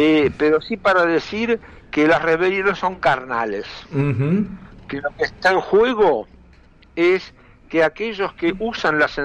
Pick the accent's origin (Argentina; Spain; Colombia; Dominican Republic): Argentina; Buenos Aires Province; digo como bonaerense